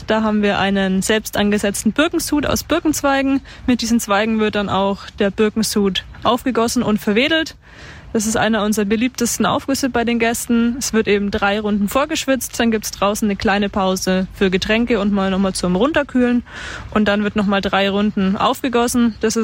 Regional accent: Bayreuth, Bavaria, Germany; moved away as an adult; now in Plankenfels, Germany; Ich komme aus Bayreuth ursprünglich und wohne mittlerweile jetzt in Plankenfels

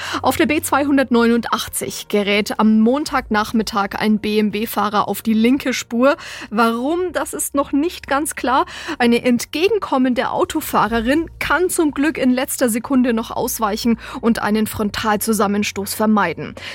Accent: Münchberg, Bavaria, Germany; born there; Nein, ich bin in Münchberg geboren, aber es ist Landkreis Hof.

